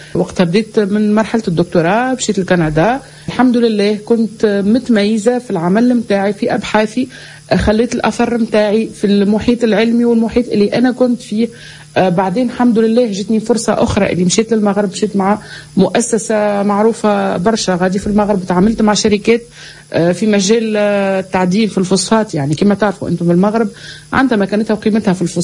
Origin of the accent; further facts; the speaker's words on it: Gafsa, Gafsa Governorate, Tunisia; moved away as an adult; also born or lived in Tunis / Canada / Morocco; now in Saudi Arabia; نفكر نقرأ أولى ثانوي في معهد حي الشباب بقفصة